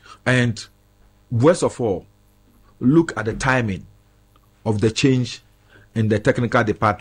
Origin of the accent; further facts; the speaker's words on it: Ghana; I'm a Ghanaian. I'm not 100% confident, but I'm confident in them.